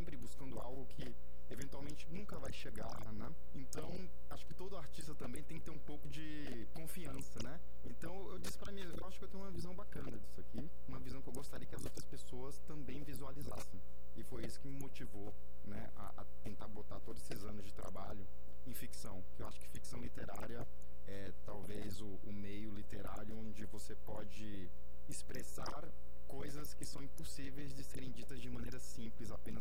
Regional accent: Fortaleza, Ceará, Brazil; moved away; also born or lived in São Paulo; eu sou meio cearense, meio de descendência japonesa. Eu me considero fortalezense, mas nasci em São Paulo, vim muito novo para Fortaleza.

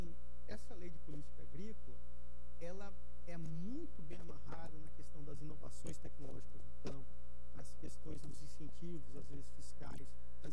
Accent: Mato Grosso, Brazil; Eu venho lá do Mato Grosso

